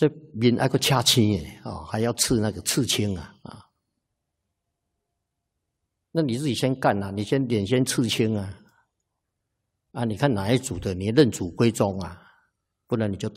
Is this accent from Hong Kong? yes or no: no; Taiwan; 我们台湾人啊